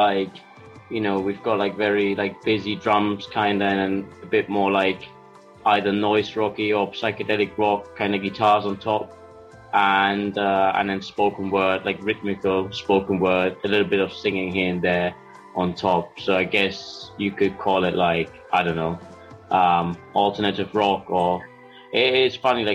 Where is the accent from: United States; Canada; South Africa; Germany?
Germany; first language German; English is a second language; I'm from Germany and my main language is German.